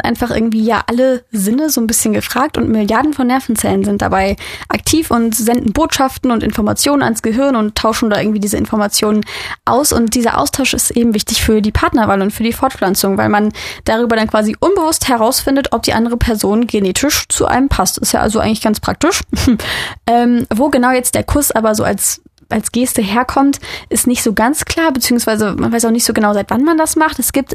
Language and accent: German; Düsseldorf, North Rhine-Westphalia, Germany; Ich komme ja aus Düsseldorf